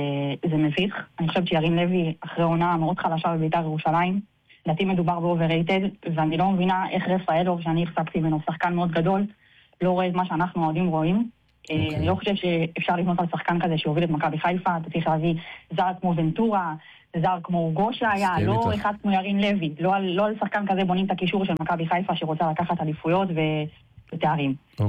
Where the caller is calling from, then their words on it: Central Israel, Israel; אני מהמרכז